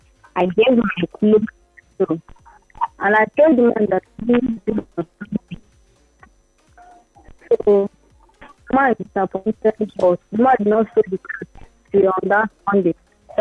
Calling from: Ogbogoro, Rivers, Nigeria; I'm calling from Ogbogoro.

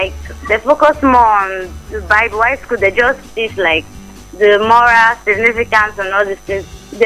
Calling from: Port Harcourt, Rivers, Nigeria

